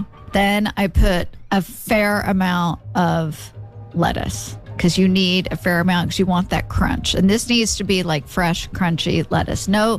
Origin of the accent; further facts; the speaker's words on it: Oklahoma, United States; now in New Jersey, United States; growing up in Oklahoma, I ate BLTs. I love BLTs, but I did not really know what a real BLT was until I moved to Jersey and I had Jersey tomatoes.